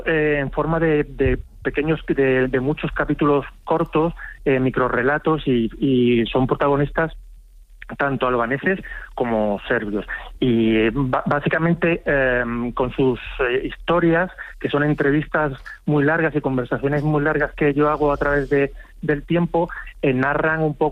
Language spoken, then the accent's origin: Spanish; Spain